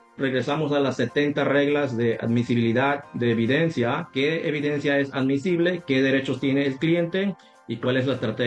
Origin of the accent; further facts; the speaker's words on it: Mexico; now in North Carolina, United States; como yo soy de México